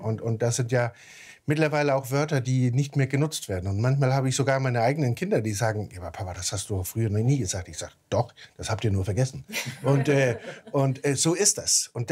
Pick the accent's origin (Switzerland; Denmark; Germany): Denmark; Southern Denmark; accent: Sønderjysk; first language Sønderjysk; German is a second language; Ich bin ja mit Sønderjysk geboren. Sønderjysk ist meine Muttersprache. Und habe es ja mit der Muttermilch gekriegt.